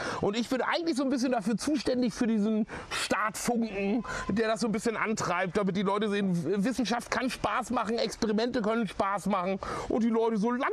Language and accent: German; Haffkrug, Schleswig-Holstein, Germany; also born or lived in Hamburg, Germany; Ich bin in Hamburg geboren, bin aber in Haffkrug an der Ostsee, so ein ganz kleines Dorf an der Ostsee, aufgewachsen. Und dann habe ich eigentlich überall mal gelebt.